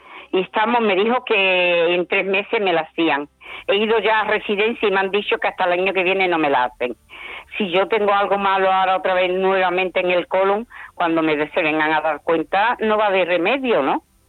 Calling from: San Fernando, Andalusia, Spain; Mira, yo vivo en Perijunquera.

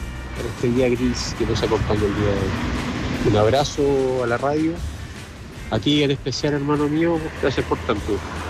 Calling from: San Fernando, Chile; de acá de San Fernando.

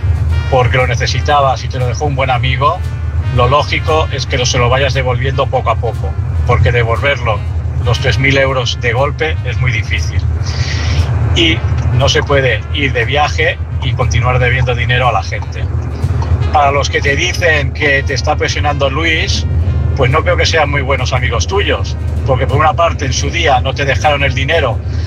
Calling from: Barcelona, Catalonia, Spain; de Barcelona

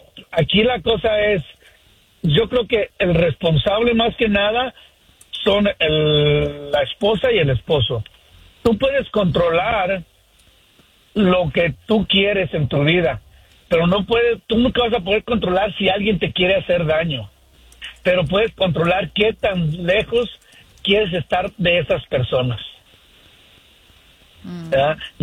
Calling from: Sacramento, California, United States; desde aquí de Sacramento

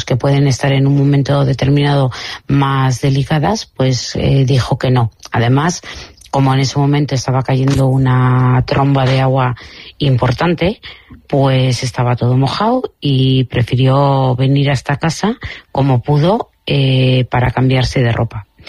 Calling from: Irún, Basque Country, Spain; ciudadana de Irún.

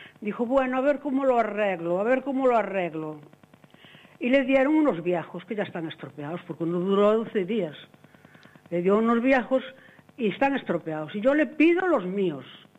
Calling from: Vilagarcía de Arousa, Galicia, Spain; Desde Villa García de Arosa.

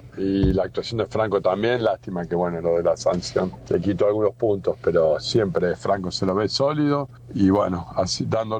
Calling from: Quilmes, Buenos Aires Province, Argentina; de Quilmes.

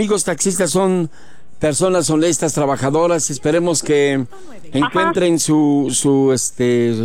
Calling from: Mexico; Del Guarda de Guerrero, a sus órdenes.

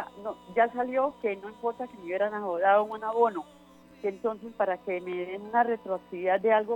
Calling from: Cúcuta, Norte de Santander, Colombia; En Cúcuta

